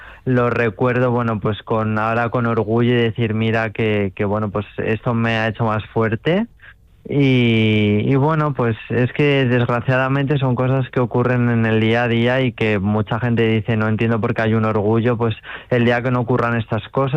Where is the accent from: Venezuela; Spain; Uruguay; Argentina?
Spain; también soy muy marchavalero